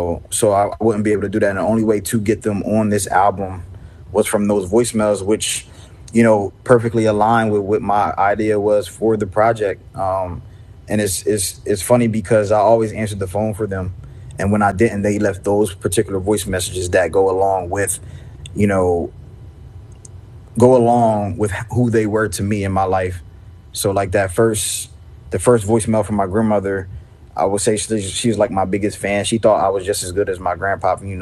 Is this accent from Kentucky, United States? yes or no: no; Camden, New Jersey, United States; Cherry Street being a street that I grew up on in Camden, New Jersey.